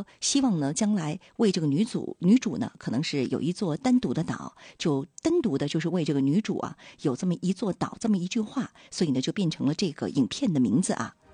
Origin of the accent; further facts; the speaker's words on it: Dalian, Liaoning, China; 咱们大连人呢就守着海边